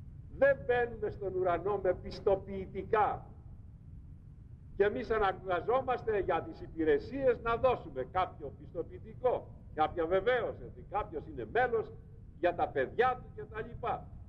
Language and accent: Greek; Peloponnese, Greece; moved away; Εκεί κάτω στην Πελοπόννησο, την κάτω Πελοπόννησο, έχουμε και ένα ιδιαίτερο λεξιλόγιο. Ανακατεμένο με λατινικά, με ιταλικά, με ιστορίες.